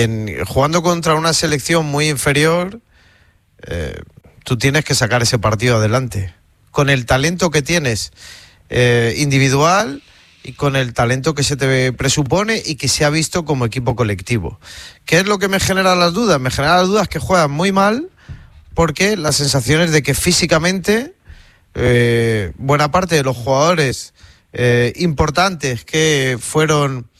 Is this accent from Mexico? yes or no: no; Spain; Pero ¿qué pasa? ¿Que somos menos españoles o menos de la selección por decir las verdades?